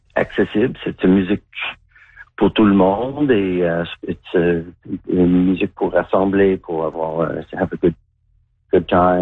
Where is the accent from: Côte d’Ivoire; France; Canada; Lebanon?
Canada; Montreal, Quebec; Moi, quand j'étais jeune à Montréal